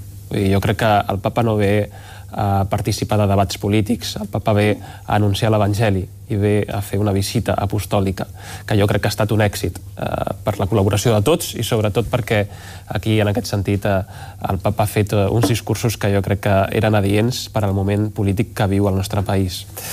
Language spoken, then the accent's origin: Catalan; Badalona, Catalonia, Spain; Nosaltres hem tingut, i vostè sap que jo sóc de Badalona